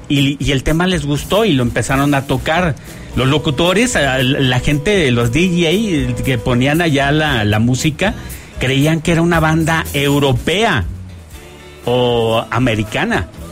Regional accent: Mexico; yo me incluyo porque soy mexicano

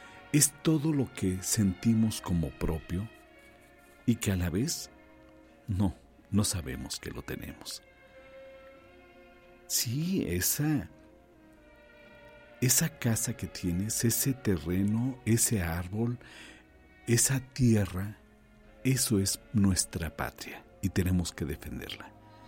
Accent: Mexico; el hecho de saber que somos mexicanos

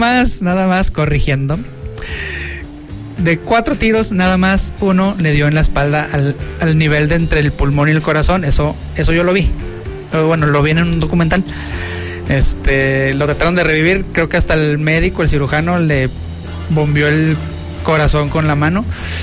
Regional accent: Zacatecas, Mexico; soy de Zacatecas y más de Las Palmas.

